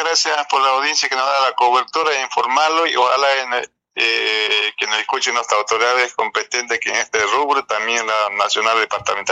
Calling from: Bolivia; como boliviano, como productor, necesitamos una estabilidad.

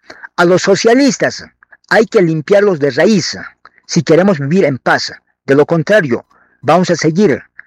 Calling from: Bolivia

